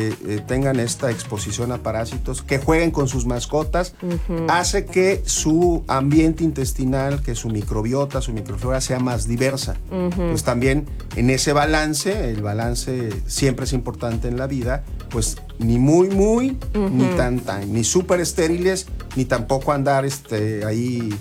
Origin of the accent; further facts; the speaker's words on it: Mexico; nosotros como mexicanos en Latinoamérica